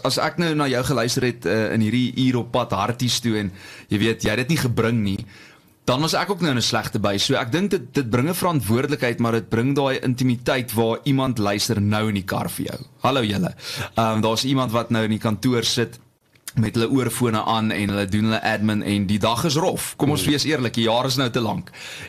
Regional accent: Standerton, Mpumalanga, South Africa; ek kom van Standerton af in die platteland.

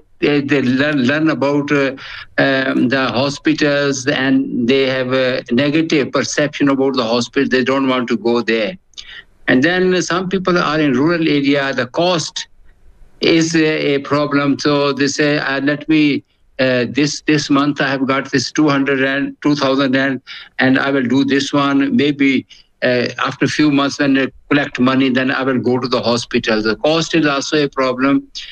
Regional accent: Pakistan; the decades, because I'm from Pakistan.

